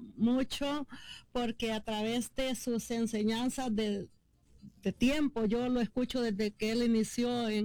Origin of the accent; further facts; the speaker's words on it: El Salvador; moved away; me acuerdo en mi país, en El Salvador